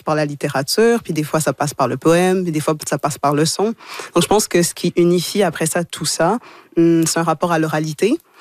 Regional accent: Port-au-Prince, Haiti; born there; Moi, je suis née à Port-au-Prince. J'ai grandi ici.

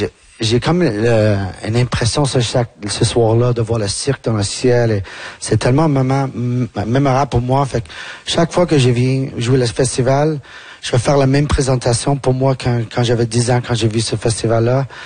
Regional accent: Hudson, Quebec, Canada; French is a second language; J'ai grandi à Hudson, qui est quand même une petite ville

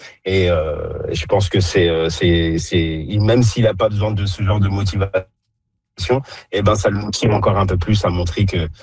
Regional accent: France; étant donné que je suis français, bien sûr, j'aimerais bien voir un France-Argentine ou un France-Angleterre.

